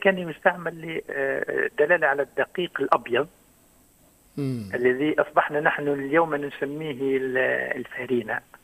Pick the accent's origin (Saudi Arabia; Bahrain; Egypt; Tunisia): Tunisia; عندنا في تونس